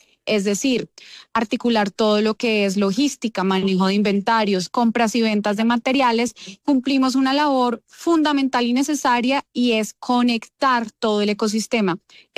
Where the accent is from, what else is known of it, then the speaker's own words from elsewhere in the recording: Bogotá, Colombia; yo nací en Bogotá, he vivido acá todo el tiempo